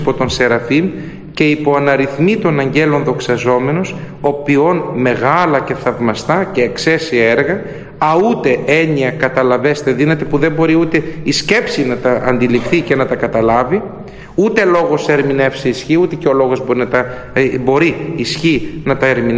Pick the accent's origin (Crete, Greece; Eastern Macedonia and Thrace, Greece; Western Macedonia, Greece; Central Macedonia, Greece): Eastern Macedonia and Thrace, Greece; Soufli; Έχουμε στην πατρίδα μου επάνω τη Θράκη εις το σουφλί, βγαίνει ο μεταξοσκόλικας εκεί.